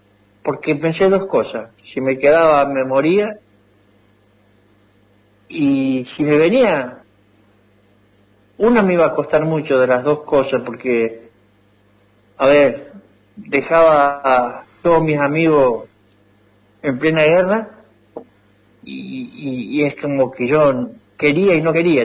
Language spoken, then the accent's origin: Spanish; Morteros, Córdoba, Argentina; ¿de dónde sos? Y yo le digo, de Mortero.